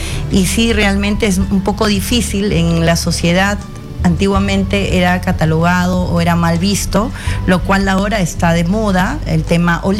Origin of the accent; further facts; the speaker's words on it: Lima, Peru; born there; Nací en Lima, mi madre descendiente de San Marcos Huari y mi padre de Cajamarca.